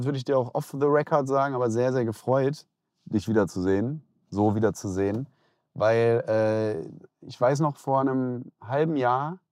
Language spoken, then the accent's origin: German; Germany; gerade als Deutscher